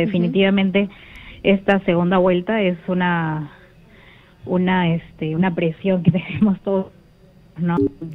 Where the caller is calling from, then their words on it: Peru; Sí cuestiono como peruano de a pie ese 50% del partido de Roberto Sánchez, no porque sea fujimorista